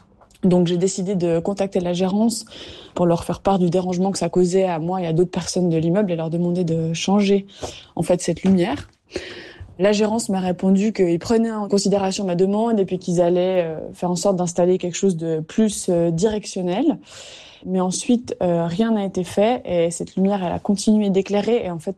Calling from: Vaud, Switzerland; C'est aussi mon cas dans la région de Lausanne.

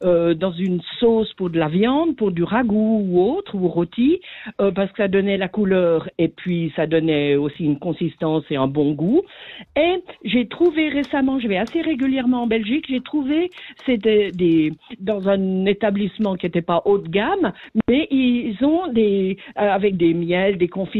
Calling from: Switzerland; donc moi je suis suissesse

